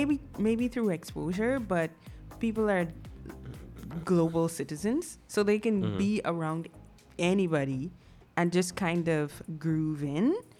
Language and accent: English; Guyana